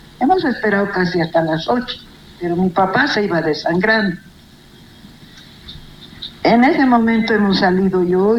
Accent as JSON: {"language": "Spanish", "town": "Llallagua", "region": "Potosí", "country": "Bolivia", "tie": "born or raised there", "said": "Nosotros vivíamos aquí en el campamento 6, aquí, de odontología y atrás."}